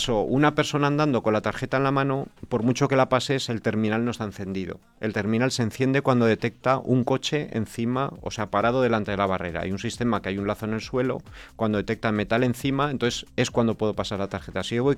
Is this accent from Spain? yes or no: yes; Monzón, Aragon, Spain; Yo como montisonense